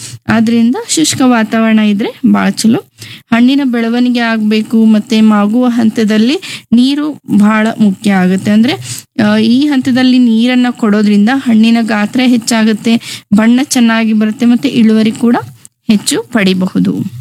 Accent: Gadag district, Karnataka, India; ನಮ್ಮ ಜಿಲ್ಲೆ ಗದಗ ಜಿಲ್ಲೆ

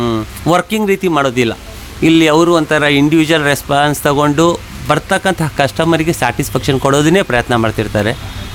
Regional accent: Shivamogga, Karnataka, India; ನಾವು ಮೂಲತಃ ಉಡುಪಿಯವರು, ಬಟ್ ಹುಟ್ಟಿದ್ದು ಬೆಳೆದಿದ್ದು ಎಲ್ಲ ಶಿವಮೊಗ್ಗದಲ್ಲಿ.

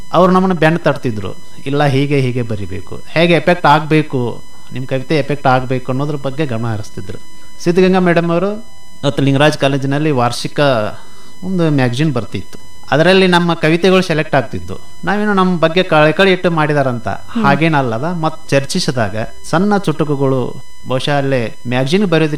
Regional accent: Giriyal, Karnataka, India; ನಮ್ಮ ಬಾಲ್ಯ 1981 ಅಕ್ಟೋಬರ್ 28 ನನ್ನ ಜನನ ಆಯಿತು ಗಿರಿಯಾಲ್ ಗ್ರಾಮದಲ್ಲಿ, ಬೈಲಂಗಳೂರು ತಾಲೂಕಿನ ಗಿರಿಯಾಲ್ ಗ್ರಾಮ.

